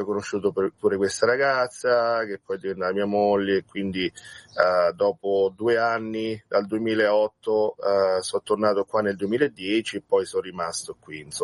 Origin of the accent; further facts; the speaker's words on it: Comunanza, Marche, Italy; also born or lived in San Benedetto del Tronto / Grottammare; Io sono nato a San Benedetto del Tronto perché c'è l'ospedale lì, no? Però ho vissuto tanti anni a Comunanza, che è un paesino all'interno, no? Nel Piceno.